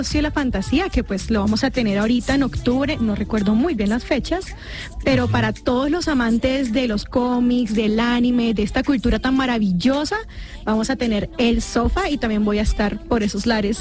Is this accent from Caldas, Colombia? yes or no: no; Barranquilla, Atlántico, Colombia; accent: Colombian; Sí, yo soy barranquillera a morir.